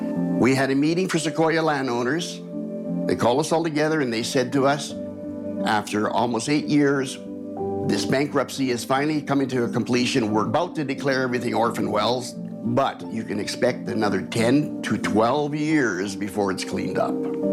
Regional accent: Two Hills, Alberta, Canada; I've lived in this area pretty well all my life. I grew up in Two Hills, Alberta, which is just a little town south of us here, about 5 minutes. Got married, met my wife here, and we settled down here and started to raise our family. We've been out here now 26 years.

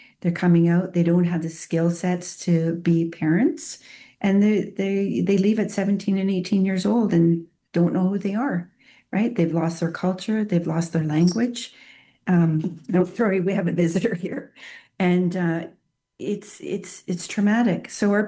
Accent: Alberta, Canada; but we're from Alberta

